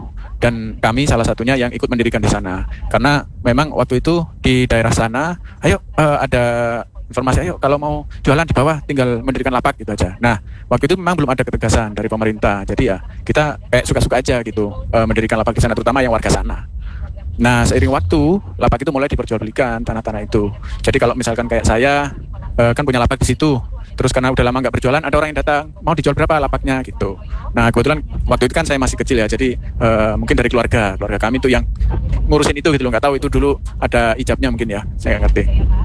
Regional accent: Bangkalan, East Java, Indonesia; Saya dulu kecil di sana, mulai 93 pendatang. Saya dari Bangkalan.

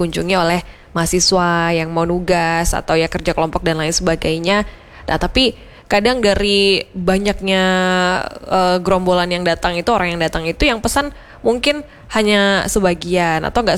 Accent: Malang, East Java, Indonesia; kita warga Malang

